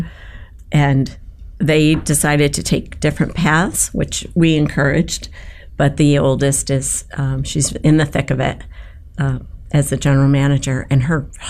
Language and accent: English; Syracuse, New York, United States; We were both born and raised in the Valley of Syracuse. We went to the same schools, had a lot of the same friends, but we met when we were in our 20s.